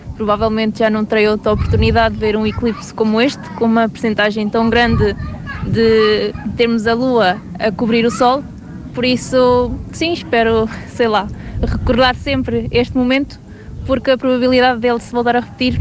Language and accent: Portuguese; Guarda, Portugal; Sim, eu sou da Guarda, tenho uma irmã que mora em Viseu